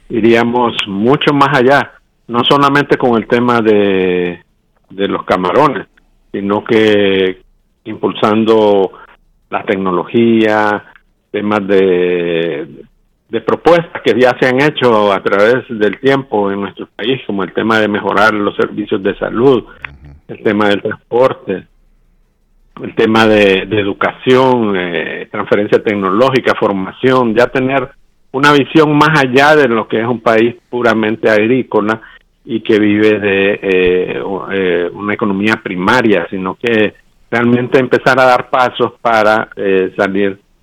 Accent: Honduras

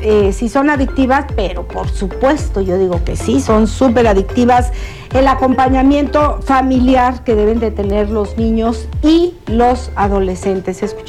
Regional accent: Mexico; cómo somos los mexicanos

